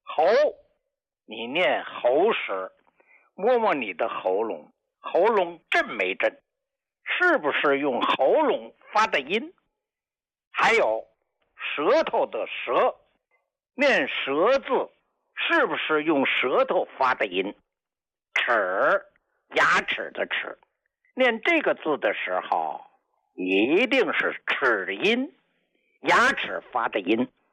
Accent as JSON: {"language": "Chinese", "country": "China"}